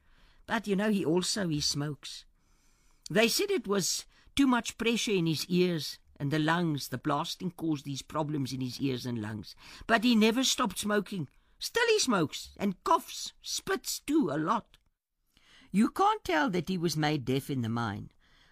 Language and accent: English; Standerton, Mpumalanga, South Africa; You see, we came from Standerton. Yeah, it's far away.